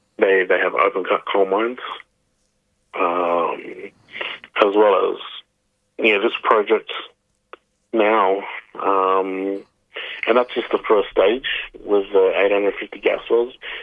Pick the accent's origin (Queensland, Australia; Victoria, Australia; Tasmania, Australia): Queensland, Australia; Brisbane; born there; currently reside in Brisbane, in Maguntion, and have been since my whole life, pretty much, since I was 7 years old. So, well over 30 years now.